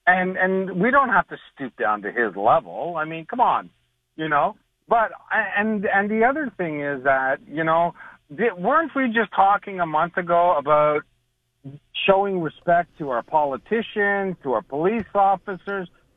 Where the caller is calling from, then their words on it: Canada; First of all, we're Canadian.